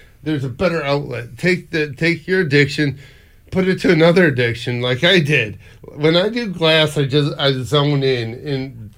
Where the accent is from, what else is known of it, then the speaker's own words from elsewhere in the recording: Bowling Green, United States; I was born in Bowling Green